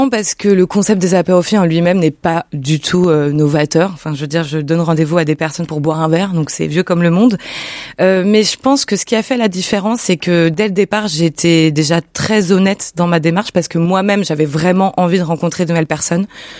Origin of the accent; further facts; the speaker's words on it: Lyon, Auvergne-Rhône-Alpes, France; moved away as an adult; also born or lived in Paris; je suis lyonnaise d'origine, je suis née à Lyon, j'ai grandi à Lyon, j'ai fait un petit passage à Paris pendant 6 ans pour le travail